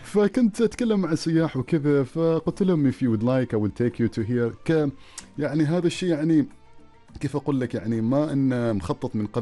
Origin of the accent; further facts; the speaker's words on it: Oman; نحن كعمانيين يعني ما شاء الله كل حد ترى يحاول يدور شيء جديد.